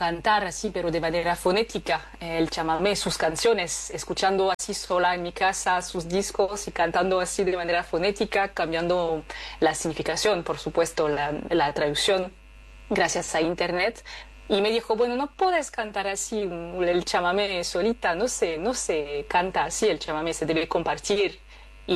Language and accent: Spanish; Auvergne-Rhône-Alpes, France; Spanish is a second language; moved away as an adult; now in Marseille, France; yo crecí en los Alpes franceses, en el sureste de Francia, en las montañas, y yo crecí con caballos.